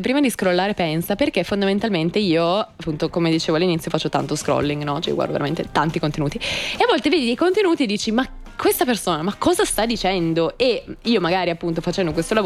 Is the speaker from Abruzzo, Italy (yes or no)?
no; Asti, Piedmont, Italy; moved away as an adult; now in Milan, Italy; io in realtà sono originaria di Asti